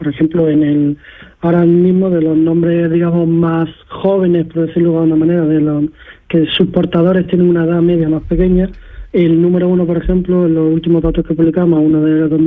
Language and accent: Spanish; Granada, Andalusia, Spain; born there; Es un nombre típico en mi ciudad, de Granada. Yo soy nacido en Granada.